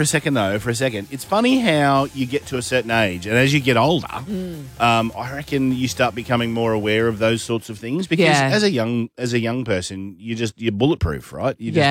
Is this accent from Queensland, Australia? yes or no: yes; Sunshine Coast, Queensland, Australia; growing up on the Sunshine Coast and getting burnt all the time